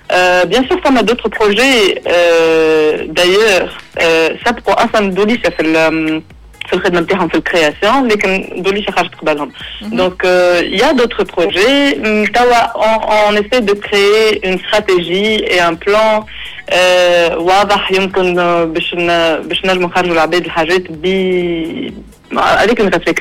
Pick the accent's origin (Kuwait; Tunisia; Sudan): Tunisia; accent: Tunisian; ولهجتنا خاطر ياسر نحبها ونطلع نهبط نحكي بالتونسي انا ونعبر بالتونسي دونك بالنسبه ليا اسهل لهجه نجم نحكي بها على حاجات صادقه هو لهجتي